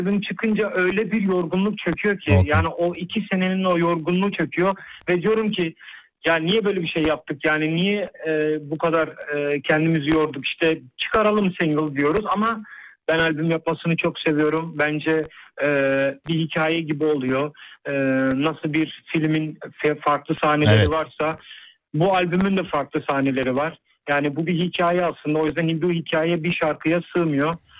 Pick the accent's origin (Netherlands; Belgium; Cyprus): Netherlands; moved away as an adult; also born or lived in Düsseldorf, Germany; now in Istanbul, Turkey; Hollanda doğma büyüme. Şu an İstanbul'dayım. Burada yaşıyorum.